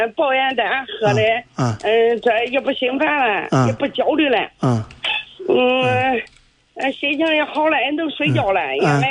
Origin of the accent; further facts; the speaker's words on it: Dezhou, Shandong, China; 我是山东的，家老家山东的。